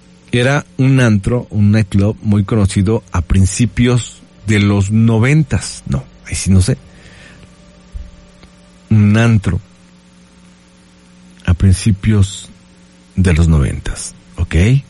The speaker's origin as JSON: {"language": "Spanish", "town": "Atlixco", "region": "Puebla", "country": "Mexico", "said": "Pero yo soy de Atlixco."}